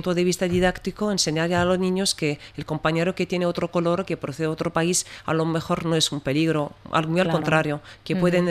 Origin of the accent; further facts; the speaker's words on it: France; Yo soy francesa, argelina y también digo, bueno, tunecina